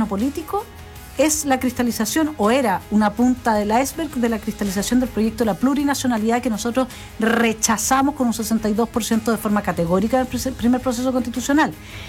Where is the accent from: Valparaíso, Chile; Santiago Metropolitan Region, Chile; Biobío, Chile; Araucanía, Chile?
Araucanía, Chile; nosotros lo sabemos porque somos de la Araucanía